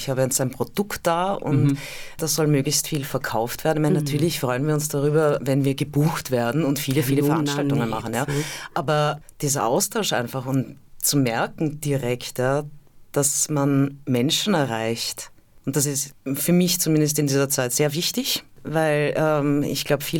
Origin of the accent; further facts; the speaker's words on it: Vienna, Austria; Also die Vereinsadresse haben wir in Floridsdorf. Wir sind ja auch aus Floridsdorf.